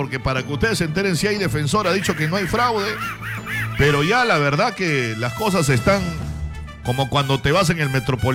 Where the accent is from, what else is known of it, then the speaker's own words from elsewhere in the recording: Peru; Todos somos peruanos.